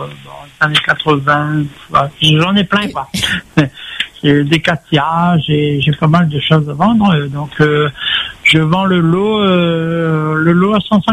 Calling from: Sainte-Marie, Réunion; Je suis sur Sainte-Marie.

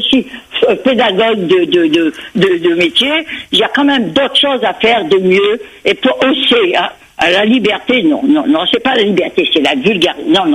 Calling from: Réunion; je suis réunionnaise.

